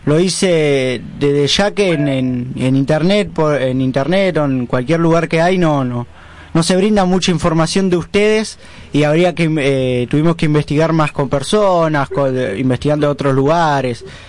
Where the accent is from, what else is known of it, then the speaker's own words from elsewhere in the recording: Buenos Aires Province, Argentina; soy de Gran Buenos Aires, la zona norte, de un barrio. Ajá. Barrio humilde de acá de Buenos Aires